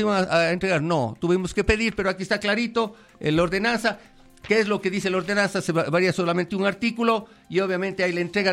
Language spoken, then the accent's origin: Spanish; Quito, Pichincha, Ecuador